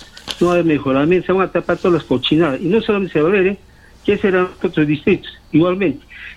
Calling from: Peru; Yo soy vecino del Alto Cerro Alegre

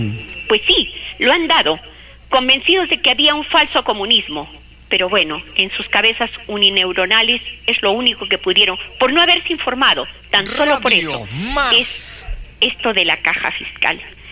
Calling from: Peru; somos peruanos.

